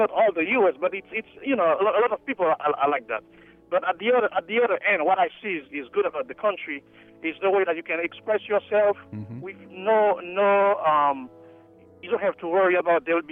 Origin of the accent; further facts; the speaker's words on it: Haiti; now in United States; I'm from Haiti.